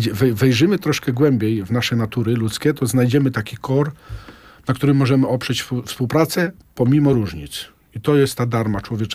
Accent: Aleksandrów Łódzki, Łódź Voivodeship, Poland; moved away; Ja z Orków, tymczasowo, że tak powiem, służbowo, bo ogólnie zawsze byłem, jestem i będę z Aleksandrowa Łódzkiego.

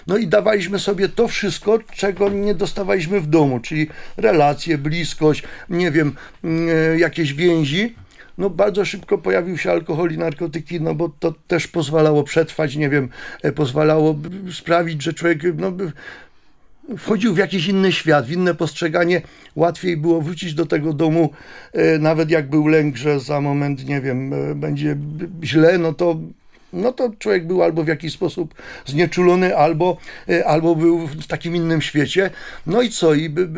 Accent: Lesser Poland, Poland; Ja pochodzę z takiej małej wioski na Podhalu, w okolicach Nowego Targu.

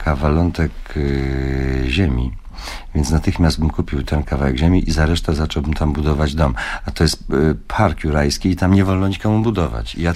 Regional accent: Łódź, Łódź Voivodeship, Poland; born there; Tak, urodziłem się w Łodzi na Łęczyckiej 8.

